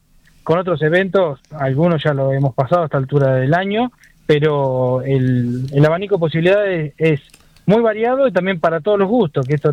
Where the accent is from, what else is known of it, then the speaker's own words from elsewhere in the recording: 25 de Mayo, Buenos Aires Province, Argentina; 25 de mayo es un pueblo que abraza, es un pueblo que abraza a todo aquel que decide visitarlo.